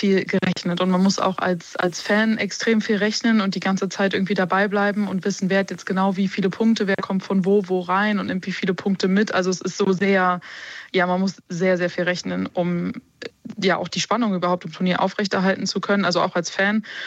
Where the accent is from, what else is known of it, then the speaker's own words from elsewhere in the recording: Germany; wir als Deutsche